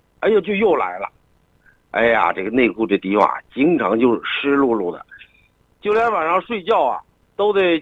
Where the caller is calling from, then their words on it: Lanzhou, Gansu, China; 我是兰州的